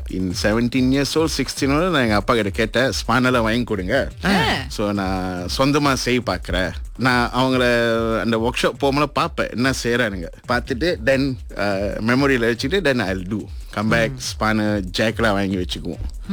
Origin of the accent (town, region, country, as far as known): Petaling Jaya, Selangor, Malaysia; born or raised there